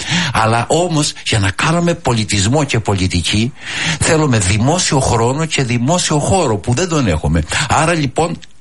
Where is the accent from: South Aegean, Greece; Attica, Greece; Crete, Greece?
Crete, Greece; moved away as an adult; όταν έφυγα από το χωριό να πάω στο Ηράκλειο. Μιλάμε 40 λεπτά δρόμους, αλλά δεν είχαμε αυτοκίνητα τότε.